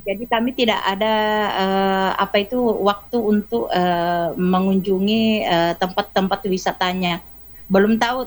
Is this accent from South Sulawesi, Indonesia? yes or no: yes; Sidrap, South Sulawesi, Indonesia; now in Samarinda, Indonesia; kalau aku kampungku itu di Sidrap. Dia bagian ke arah ini apa itu nah? Ke arah Sopeng, Bone, Sengkang.